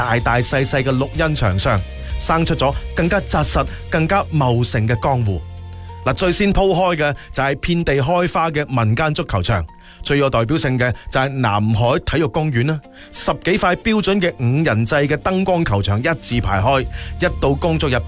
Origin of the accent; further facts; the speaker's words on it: Foshan, Guangdong, China; 我们佛山人